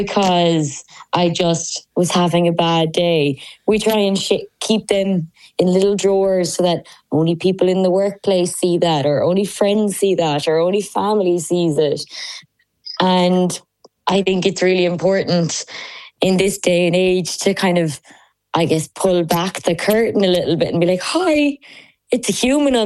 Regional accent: County Waterford, Ireland; also born or lived in Cork; now in Dublin, Ireland; I moved up from Cork to Dublin, and I'm originally from Waterford, like down near Dungarvan.

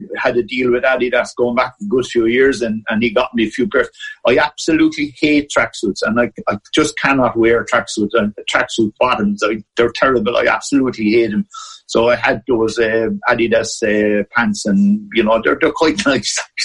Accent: Wexford, Leinster, Ireland; where I was originally from Wexford, so we had the BBC over there, so we got all the soccer

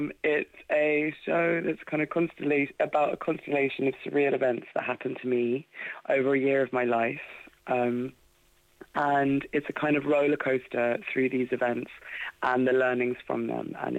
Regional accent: Cork, Munster, Ireland; born there; So I was born in Cork, so...

